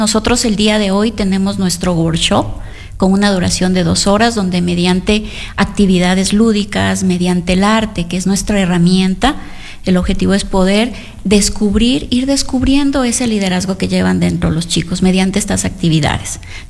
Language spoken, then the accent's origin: Spanish; Loja, Ecuador; born there; now in Quito, Ecuador; Aquí nací en Loja